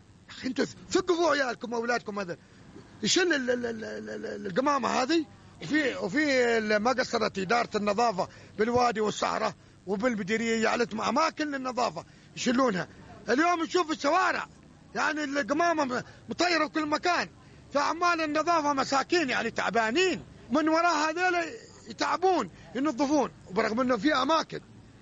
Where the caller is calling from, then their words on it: Seiyun, Hadramaut, Yemen; نحن أبناء حضرموت وخاصة أبناء العاصمة سون